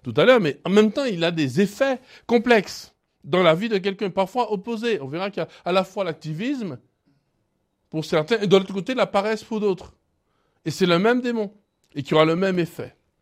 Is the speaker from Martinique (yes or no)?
yes; Martinique; chez nous en Martinique